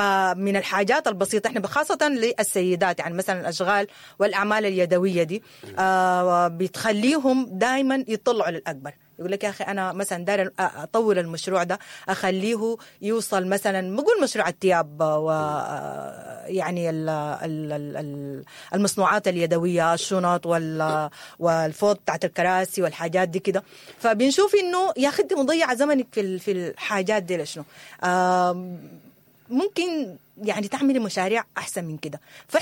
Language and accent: Arabic; Sudan; بلدنا السودان